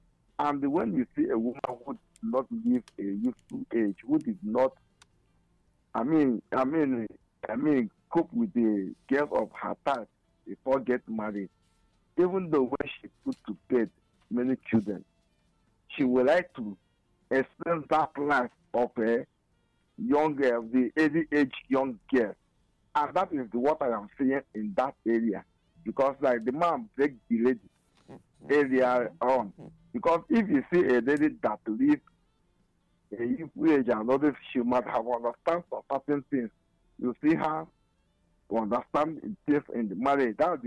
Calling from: Kenya; I'm calling from Kenya.

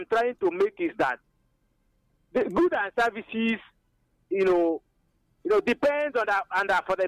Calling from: Ebonyi, Nigeria; from Nkomoro in Inyaba, the Roman Center of Ebonyi State.

